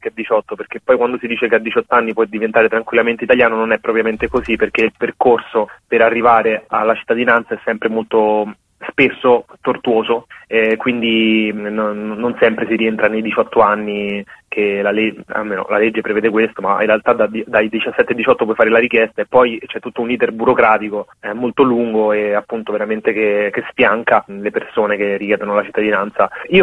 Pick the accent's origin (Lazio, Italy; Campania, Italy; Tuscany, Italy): Lazio, Italy; Rome; io sono nato e cresciuto a Roma da genitori immigrati africani.